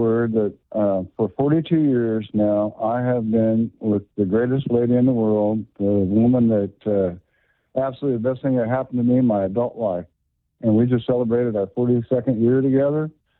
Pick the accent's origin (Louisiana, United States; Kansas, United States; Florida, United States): Kansas, United States; You got, well, we're both originally from Kansas.